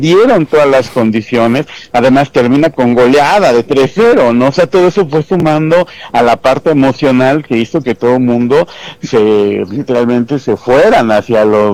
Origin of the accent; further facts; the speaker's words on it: Mexico; sentiremos un confort de todos nosotros como mexicanos